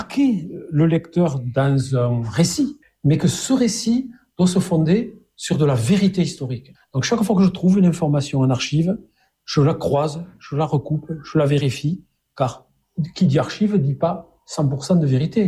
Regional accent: Saint-Gaudens, Occitanie, France; born there; moi, je suis né en 57 à Saint-Gaudens. Donc, je suis un vieux bonhomme, hein, pas loin des 70 ans.

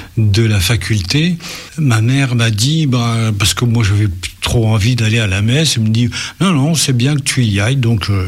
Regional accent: Grand Est, France; moi je suis lorrain, fier d'être lorrain, et je mourrai lorrain.

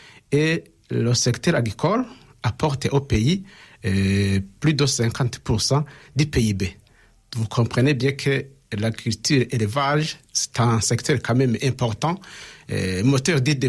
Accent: Burundi; Et je suis burundais

